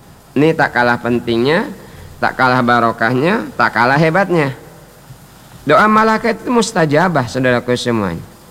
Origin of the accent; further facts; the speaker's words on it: Bangka Belitung Islands, Indonesia; Jadi kita, kata kita orang Bangka, sekawayo memetik buah tersebut semau kita.